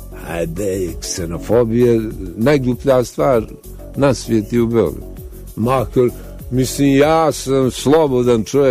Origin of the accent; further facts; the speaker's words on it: Montenegro; Evo, mi smo nacionalni Crnogorci u svojoj rođenoj zemlji ugroženi.